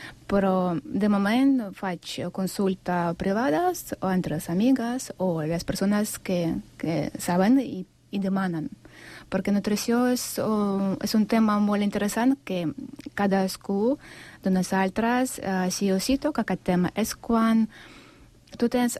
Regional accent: Sant Cugat del Vallès, Catalonia, Spain; Soc de Sant Cugat, però cada setmana vaig a Vilafranca del Penedès perquè els senseis són meravellosos.

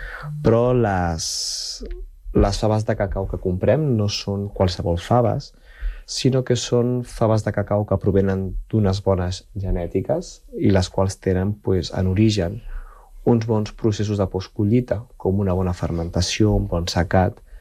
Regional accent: Barcelona, Catalonia, Spain; moved away as an adult; also born or lived in Peru; jo soc de Barcelona, però vaig viure durant molts anys al Perú

